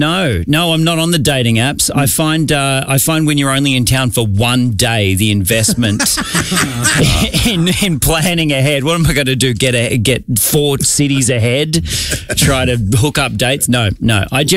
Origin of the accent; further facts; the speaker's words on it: Australia; I'm from Australia. I'm from all the way on the other side of the planet.